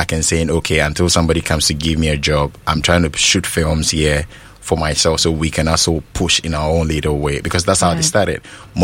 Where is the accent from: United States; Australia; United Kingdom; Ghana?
Ghana; I'm Ghanaian, and Ghana gave me all the opportunities I could think of.